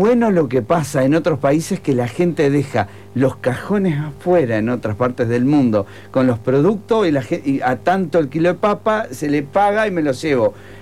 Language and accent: Spanish; Uruguay; soy uruguayo